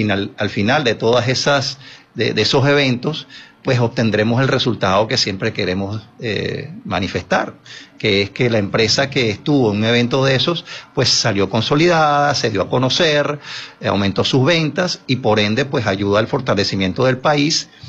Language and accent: Spanish; Venezuela; como venezolano y como industrial.